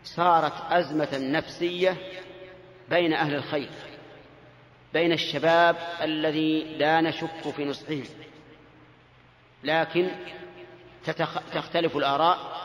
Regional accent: Saudi Arabia; هنا عندنا في السعودية

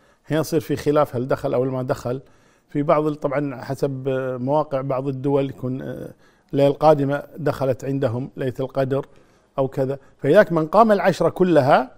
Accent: Kuwait; إذا وأظن الحمد لله عندنا في الكويت يعني الوزارة يعني مهيئة لهذا، وزارة الأوقاف مهيئة لهذا الأمر

